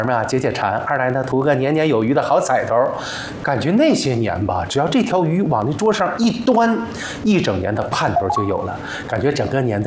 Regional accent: Northeast China, China; 我老家是没有海，只有松花江啊。

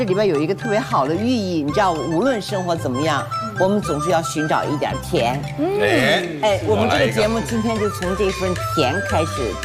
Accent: Qingdao, Shandong, China

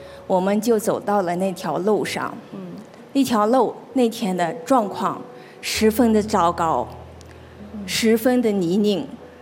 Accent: Bayannur, Inner Mongolia, China; 我是来自巴彦淖尔市凌河区新华镇哈达纳尔村的一名村干部，

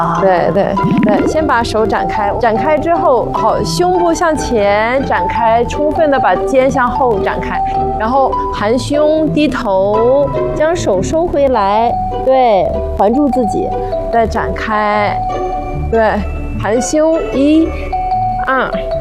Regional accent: Dalian, Liaoning, China; 因为我来自大连，所以今天带来的是大虾

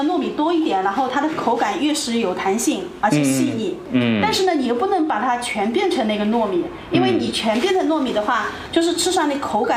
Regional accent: Wuxi, Jiangsu, China; 我们无锡人

